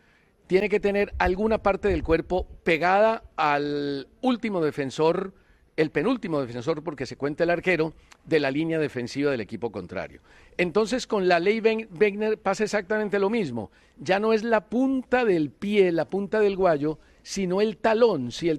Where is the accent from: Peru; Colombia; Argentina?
Colombia; que a uno como colombiano